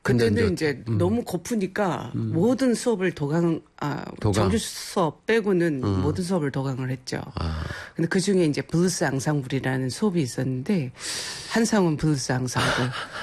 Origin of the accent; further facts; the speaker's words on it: South Jeolla, South Korea; moved away as an adult; now in Seoul, South Korea; 순천시에서 버스 타고 40, 50분 들어가는 아주 깡촌 시골이었어요. 그런데 너무 아름다웠어요. 저는 너무 아쉽고 그립고 그렇습니다. 저희 고향이.